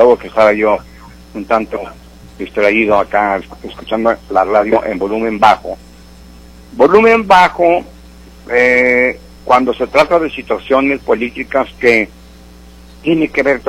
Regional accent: Torreón, Coahuila, Mexico; la situación política vivida ayer en mi estado natal, y además yo soy de Torreón.

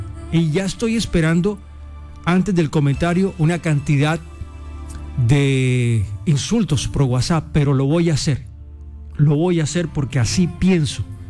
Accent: Colombia

